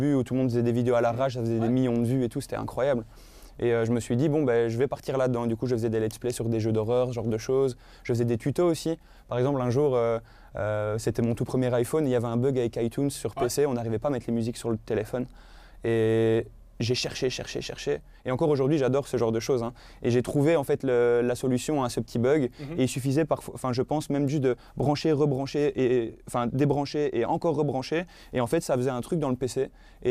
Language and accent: French; Wallonia, Belgium; moved away as an adult; now in Brussels, Belgium; quand j'y retourne, je me rends compte que j'ai eu de la chance de grandir là-bas. Parce que c'est la campagne et tout. Là maintenant, je suis sur Bruxelles